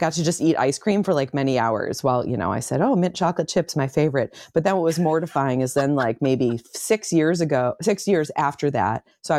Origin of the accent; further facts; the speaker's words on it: Syracuse, New York, United States; I'm from upstate New York. I'm from Syracuse, New York, and I am 45, so I was born in 1977